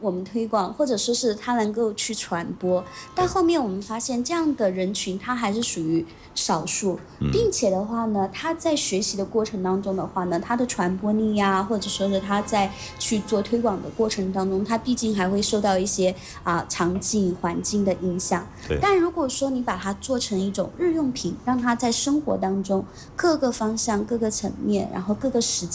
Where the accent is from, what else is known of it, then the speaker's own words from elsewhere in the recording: China; 我们中国